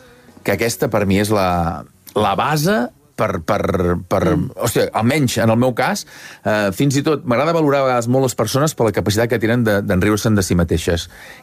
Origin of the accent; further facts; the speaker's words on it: Sant Feliu de Buixalleu, Catalonia, Spain; Jo vaig ser d'escolanet 10 anys. És a dir, al meu poble, a Sant Feliu de Buixalleu.